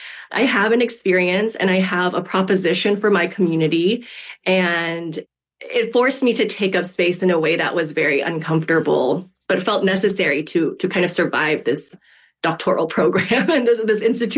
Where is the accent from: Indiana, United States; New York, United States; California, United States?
California, United States; the first Asian ethnoburb where I grew up in San Gabriel Valley outside of Los Angeles